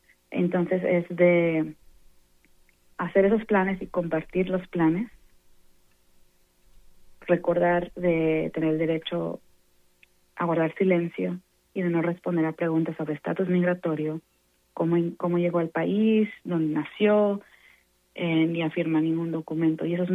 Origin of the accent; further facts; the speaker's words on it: Mexico; now in Houston, United States; yo soy mexicana